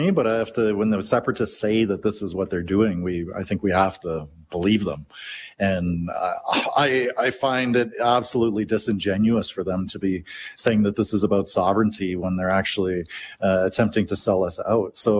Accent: Canada; now in Calgary, Canada; I'm Canadian through and through. I'm not a transactional Canadian. I'm not a conditional Canadian.

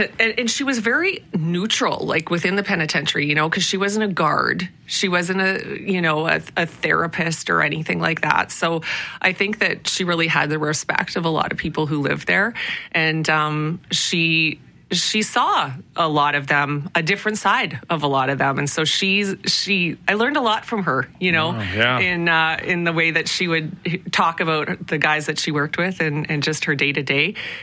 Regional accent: Prince Albert, Saskatchewan, Canada; But yeah, growing up in Prince Albert, Saskatchewan, and then high school was really where it was a pivotal moment that pointed me in the direction of broadcasting because of a teacher.

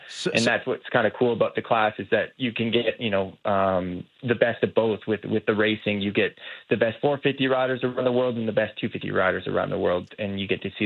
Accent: Canada; to kick it off here in my home country, no better place than Calgary, I'd say.

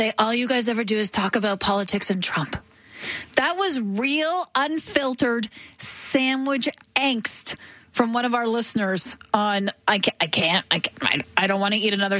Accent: Ontario, Canada; now in Calgary, Canada; I'm from Ontario

